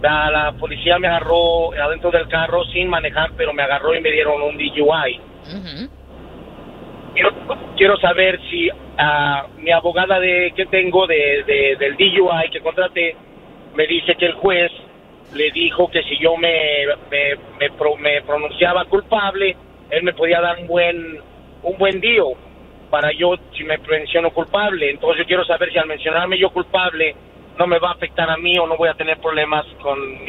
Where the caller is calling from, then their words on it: Perth Amboy, New Jersey, United States; En New Jersey, yo vivo en Perth Amboy